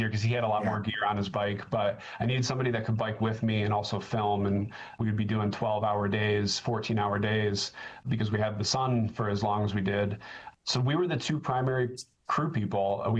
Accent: New York, United States; and that's in Wayne County. It's actually funny. It's the county I grew up in New York State.

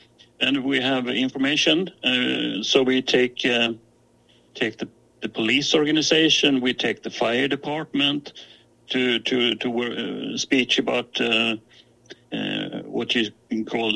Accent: Gotland, Sweden; English is a second language

